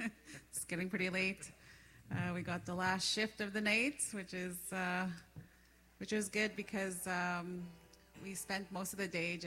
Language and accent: English; Garden Hill, Manitoba, Canada; So my husband is originally from Waseguamack, and he grew up there, and I'm from Garden Hill.